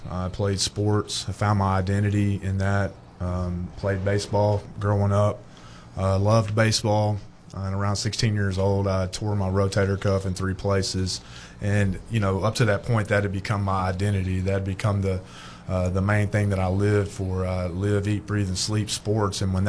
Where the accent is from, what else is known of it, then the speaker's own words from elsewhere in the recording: Fordyce, Arkansas, United States; So I was Raised in South Arkansas, a little town called Fort Ice.